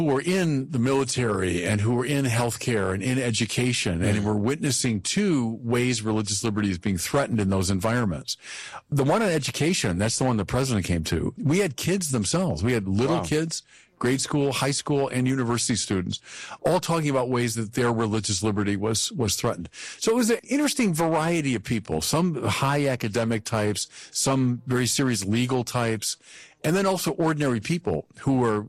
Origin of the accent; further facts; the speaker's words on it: United States; But I'm entering into the public debate precisely as a Catholic. Mm-hmm. And as an American.